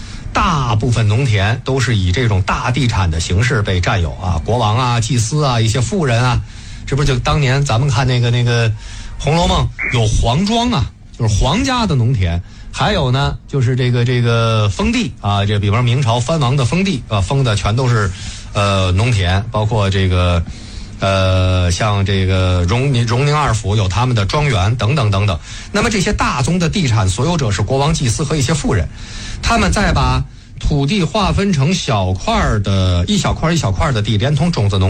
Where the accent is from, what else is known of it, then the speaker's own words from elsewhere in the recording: China; 我们中国人